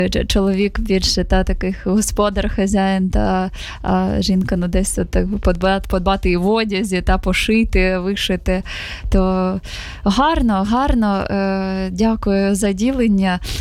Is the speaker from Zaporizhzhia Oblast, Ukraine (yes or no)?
yes; Zaporizhzhia, Zaporizhzhia Oblast, Ukraine; в моєму рідному місті в Запоріжжі